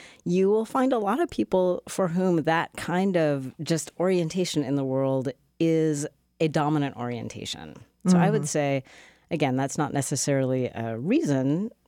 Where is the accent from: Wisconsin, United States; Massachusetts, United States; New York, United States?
Wisconsin, United States; I grew up in Wisconsin